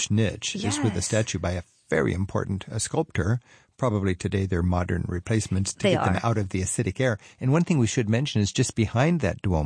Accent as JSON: {"language": "English", "town": "Florence", "region": "Tuscany", "country": "Italy", "tie": "born or raised there", "said": "it's not going to be more more beautiful than its sister in Florence, in my hometown, the Doma Brunelleschi."}